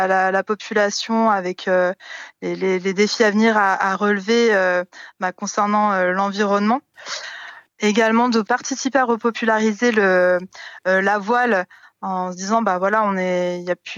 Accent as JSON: {"language": "French", "region": "Brittany", "country": "France", "moved": "as an adult", "said": "De pouvoir le faire aussi dans ma région d'origine. Je me suis un petit peu baladée sur le globe et c'est vrai que de revenir en Bretagne"}